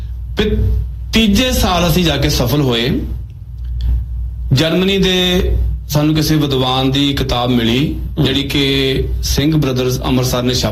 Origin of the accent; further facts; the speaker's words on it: Punjab, India; ਜਿਵੇਂ ਮੈਂ ਤੇ ਤੁਸੀਂ ਅਸੀਂ ਪੰਜਾਬ ਦੇ ਪਿੰਡਾਂ ਵਾਲੇ ਸਕੂਲਾਂ ਚ ਪੜ੍ਹੇ, ਫੱਟੀ ਵਾਲਿਆਂ ਦੇ ਵਿੱਚ